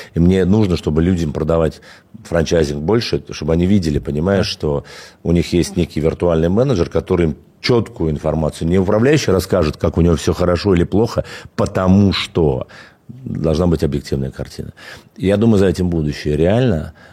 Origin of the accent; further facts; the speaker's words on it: Khimki, Moscow Oblast, Russia; Слушай, я родился в Химках, это Подмосковье, на левом берегу, в частности, это такой подмосковный район, прям сразу за кольцевой дорогой.